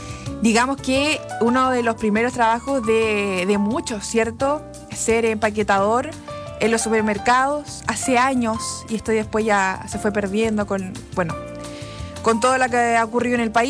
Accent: Chile; Somos chilenos, así que las propinas van, sí o sí, porque las propinas siempre las piden.

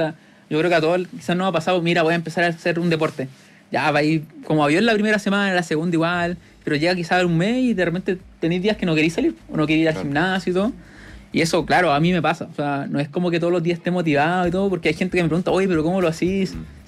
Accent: Chile; ya a nivel como seleccionado chileno

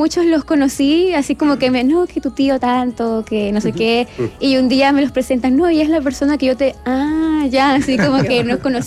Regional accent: Chile; born there; also born or lived in Venezuela; Yo digo a veces que soy como entre chilena y venezolana porque, o sea, llegué súper chiquita acá y creo que la etapa más importante de mi vida ya las viví aquí, entonces como crecí acá

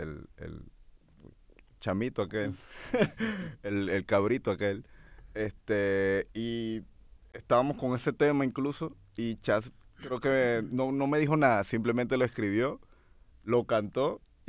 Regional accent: Venezuela; moved away; yo siendo venezolano

